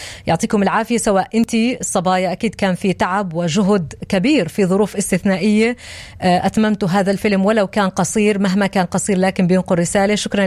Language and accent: Arabic; Palestine